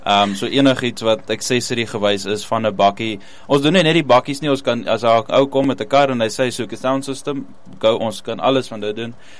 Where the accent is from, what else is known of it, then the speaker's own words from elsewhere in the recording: George, Western Cape, South Africa; Ons is van George.